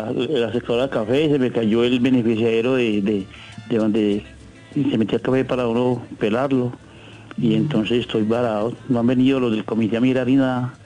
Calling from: Armenia, Quindío, Colombia; Armenia Quindío.

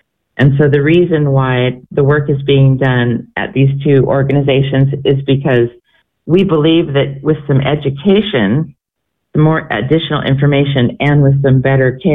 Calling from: Boise, Idaho, United States; Actually, I'm calling in from Boise, Idaho. Relocated like 2 years ago.

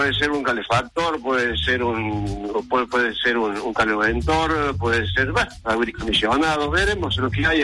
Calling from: Córdoba, Argentina; De Alta Córdoba

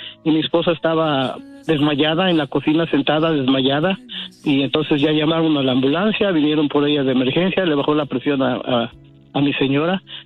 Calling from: Stanton, California, United States

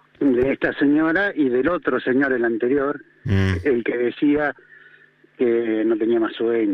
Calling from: San Luis, Argentina; de San Luis

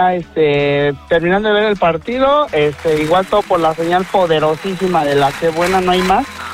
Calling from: Ecatepec, State of Mexico, Mexico; Ahorita ando acá por Ecatepec.

